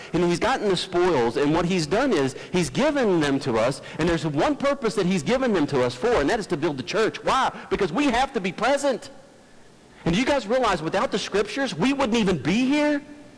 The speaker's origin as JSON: {"language": "English", "country": "United States", "said": "I'm American."}